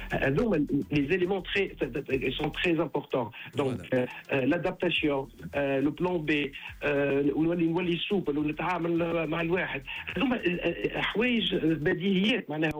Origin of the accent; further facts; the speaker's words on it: Tunisia; احنا راه تونسي